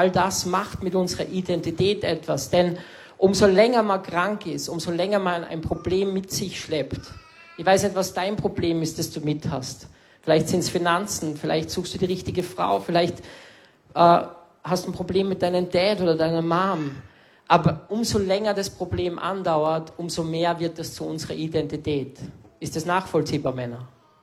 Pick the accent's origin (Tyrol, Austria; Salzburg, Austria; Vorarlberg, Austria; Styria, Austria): Salzburg, Austria; Und dann bin ich am Mönchsberg gegangen, bei uns in Salzburg, wo die ganzen Touris oben stehen und Fotos machen.